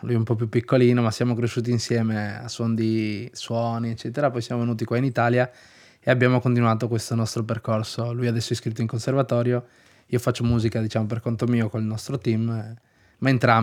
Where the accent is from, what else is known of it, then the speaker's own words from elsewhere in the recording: Dominican Republic; now in Italy; essendo dominicana